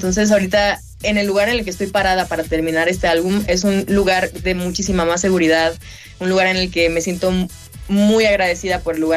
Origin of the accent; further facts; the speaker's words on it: Ciudad Juárez, Chihuahua, Mexico; Yo soy de Ciudad Juárez, entonces yo estoy acostumbrada al calor